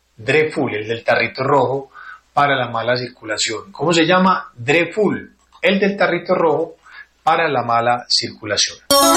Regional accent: Colombia; todos somos colombianos

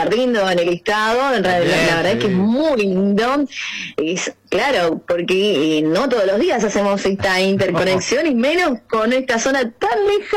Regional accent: Misiones, Argentina; Lo que no hay comparación de Paraguay con Misiones y con nuestro país, Argentina

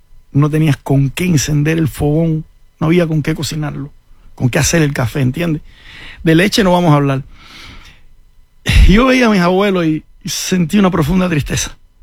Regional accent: Cuba; moved away; En Cuba, en mi pueblo ahí, uno de los líderes más grandes o que más mediático era en la oposición en Cuba era de mi pueblo

